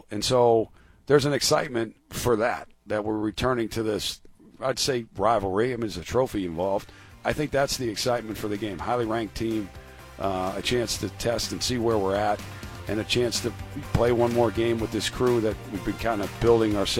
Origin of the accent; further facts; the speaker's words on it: Scranton, Pennsylvania, United States; I'm an Irish Catholic guy from Scranton, so, you know, that's like part of the Holy Grail.